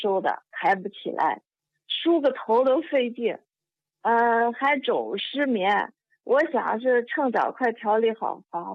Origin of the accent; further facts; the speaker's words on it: Beijing, China; 哦，我家是北京的。